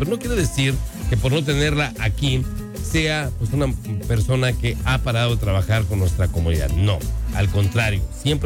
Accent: Mexico; la mayor parte de nosotros como mexicanos

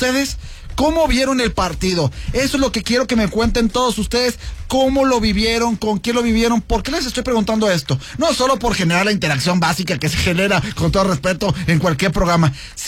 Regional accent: Mexico; hoy como mexicanos tomamos tequila

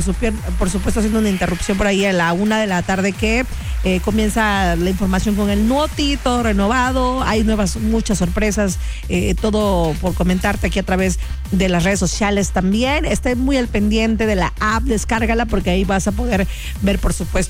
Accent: Mexico

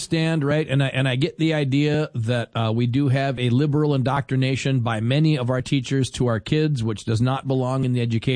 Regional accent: Fargo, North Dakota, United States; But I grew up in Fargo, North Dakota.

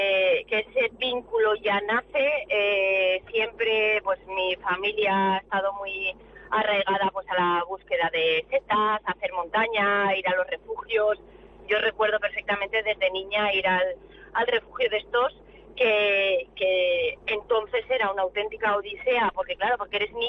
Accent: Benasque, Aragon, Spain; soy de Benasque. Nací en Benasque, nací rodeada de montañas.

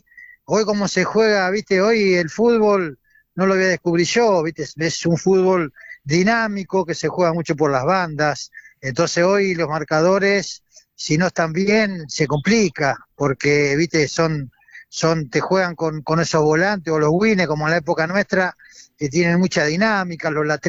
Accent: Argentina; como argentino, como hincha

